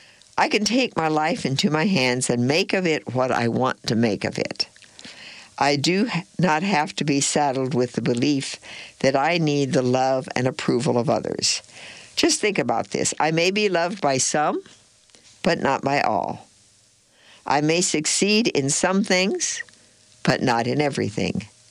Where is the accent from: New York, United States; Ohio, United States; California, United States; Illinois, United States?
Illinois, United States; Alton; born there; It's a lovely thing that I was born in Alton.